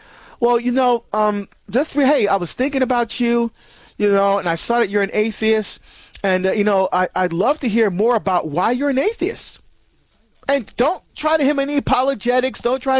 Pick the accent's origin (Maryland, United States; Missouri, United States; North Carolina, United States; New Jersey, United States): New Jersey, United States; moved away; my home state of New Jersey.